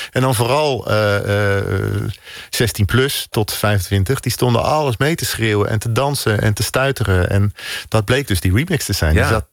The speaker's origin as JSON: {"language": "Dutch", "town": "Oosterburg", "region": "Zeeland", "country": "Netherlands", "tie": "born or raised there", "said": "En in mijn ouderlijk huis in Oosterburg, dat lag ligt nog steeds tussen Middelburg en Vlissingen, waar ik ben opgegroeid, dat was vlakbij een tennisbaan."}